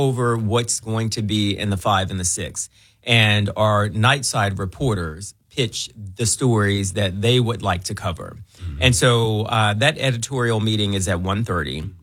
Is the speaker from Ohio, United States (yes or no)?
no; Memphis, Tennessee, United States; moved away as an adult; also born or lived in Orlando, Florida; I grew up in Memphis. Memphis raised me, but I've already lived there.